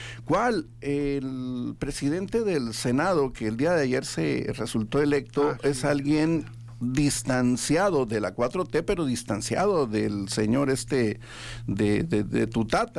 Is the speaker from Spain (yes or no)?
no; Mexico; Tú, igual que yo, no, igual que cualquier otro mexicano.